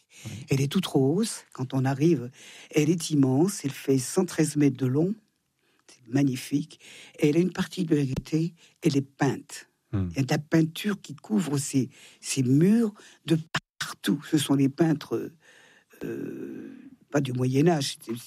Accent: France; born there; Ah oui, je chante dans ma ville natale

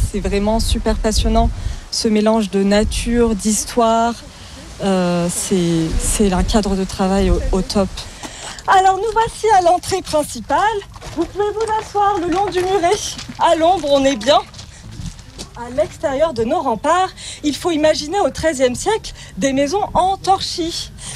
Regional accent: Guilherand-Granges, Auvergne-Rhône-Alpes, France; born there; Ouais, je suis née à Dieurengrange.

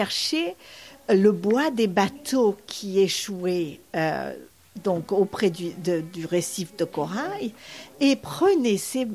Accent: France; nous en tant que Français, on a l'habitude d'avoir juste deux voies, une pour monter, une pour descendre

